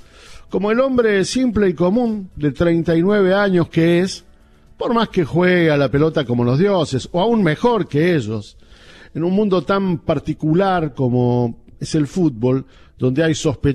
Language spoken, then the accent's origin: Spanish; Argentina; En un país como el nuestro